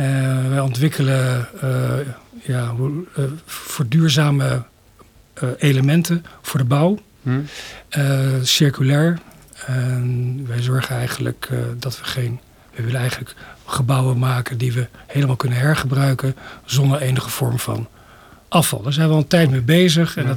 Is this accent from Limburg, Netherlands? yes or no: no; The Hague, South Holland, Netherlands; moved away as an adult; now in Veldhoek, Netherlands; woon er sinds, even kijken, 2014. Daarvoor kwam ik oorspronkelijk uit Den Haag. En ik wilde daar weg. Ik wilde eens kijken wat er nog meer eigenlijk in Nederland te beleven was. En dan heb ik Nederland rondgereden. En ik kwam in de Achterhoek.